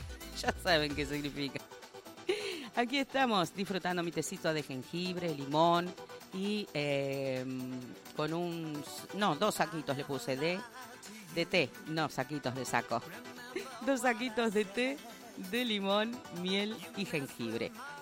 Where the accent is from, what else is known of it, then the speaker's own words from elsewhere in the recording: Argentina; Somos así los argentinos